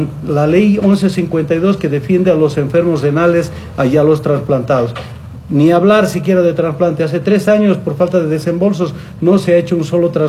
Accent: Bolivia; Nosotros no somos extranjeros, somos bolivianos

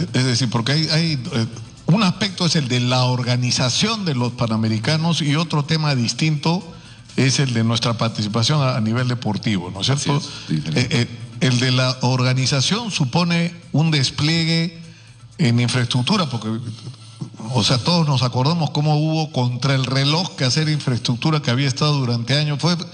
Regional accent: Peru; como los peruanos tenemos la mala costumbre de no querernos a nosotros mismos

